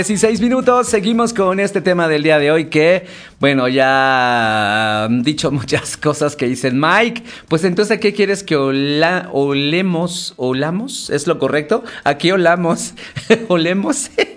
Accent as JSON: {"language": "Spanish", "country": "Mexico", "said": "somos mexicanos desde que nacemos."}